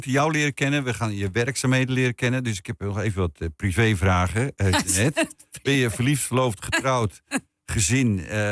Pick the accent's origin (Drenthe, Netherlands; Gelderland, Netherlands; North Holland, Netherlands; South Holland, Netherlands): South Holland, Netherlands; Noordwijk; wie komt er nog meer uit Noordwijk? Hey, dat ben ik. Ik ben opgegroeid in Noordwijk, maar ik was 13 jaar, toen ging ik weg.